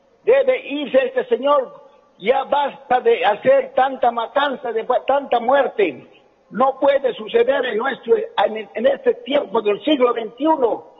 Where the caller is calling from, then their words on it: Bolivia; aquí en Bolivia